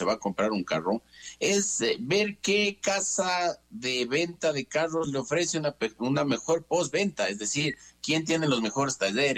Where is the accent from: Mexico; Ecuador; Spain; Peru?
Ecuador; Quito, Pichincha